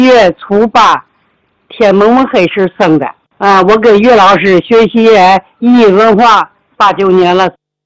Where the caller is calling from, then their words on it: Tianjin, China; 我来自天津河东区。